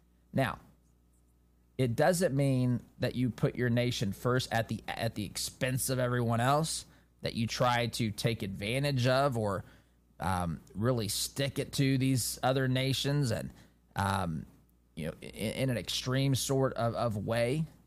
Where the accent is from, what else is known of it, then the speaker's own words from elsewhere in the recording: United States; as an American citizen, as a Christian